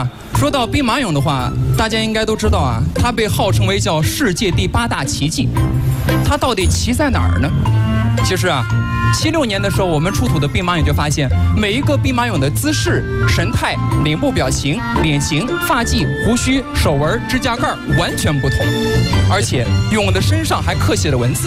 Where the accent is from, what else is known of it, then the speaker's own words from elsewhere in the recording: Shaanxi, China; accent: Shaanxi dialect; 那您知道我们陕西方言当中最霸气的是哪个字吗？